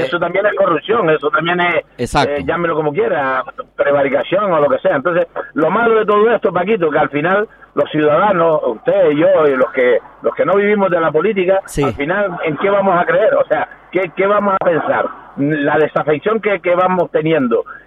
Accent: Las Palmas / the island, Canary Islands, Spain; Soy madridista, soy de Las Palmas

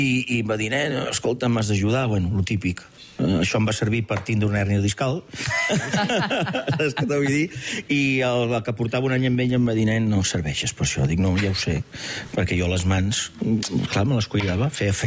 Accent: Barcelona, Catalonia, Spain; És el barri de Gràcia, són les mateixes parets, els mateixos carrers, algun que altre veí encara queda.

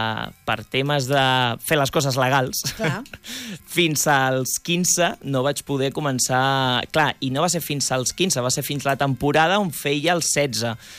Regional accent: Rubí, Catalonia, Spain; jo sóc de Rubí de tota la vida i sempre he viscut al barri i bueno, és la ciutat on sóc, on he nascut, on he crescut i on he viscut, o sigui que és la meva ciutat

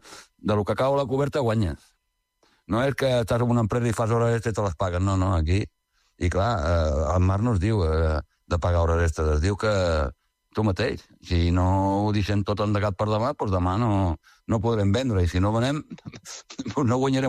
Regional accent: Vilanova i la Geltrú, Catalonia, Spain; soc de Vilanova

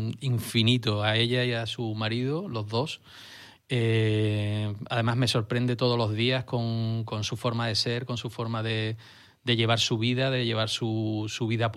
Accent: San Fernando, Andalusia, Spain; El hospital donde yo nací, el barrio donde yo me crié, el patio en el que yo jugaba, la guardería a la que yo iba.

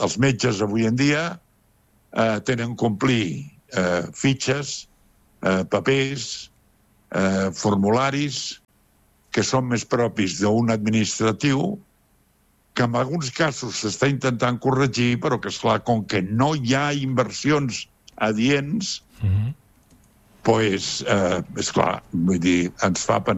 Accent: Sant Joan de les Abadesses, Catalonia, Spain; era la segona d'un partit polític que no mana amb el meu poble, que és Sant Joan de les Abadesses, però que està molt pròxim.

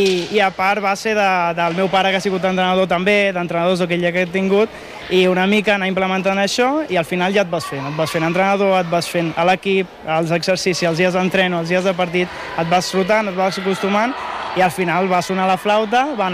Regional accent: Calafell, Catalonia, Spain; born there; Porto tota la meva vida al Club Patí Calafell, no he sortit mai d'aquí.

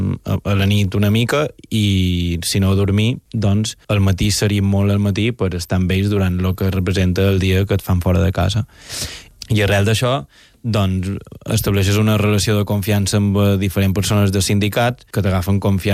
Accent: Mallorca, Balearic Islands, Spain; tots som mallorquins.

